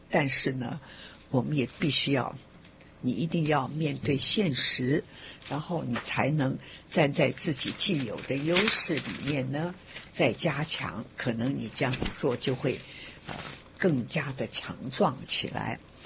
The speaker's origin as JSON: {"language": "Chinese", "country": "Taiwan", "said": "因为我来自台湾，我们知道台湾非常有名的裕隆汽车，在我年轻的时候或更小时候，裕隆汽车就有了"}